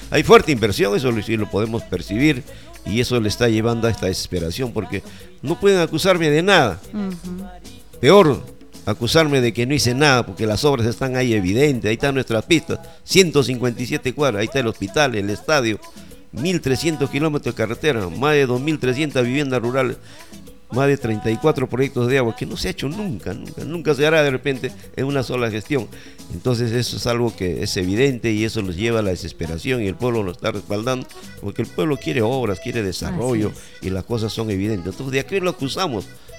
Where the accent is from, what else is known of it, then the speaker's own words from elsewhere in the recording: Mazamari, Junín, Peru; soy masamarino, nací, crecí acá, mis hijos también nacieron acá y son masamarinos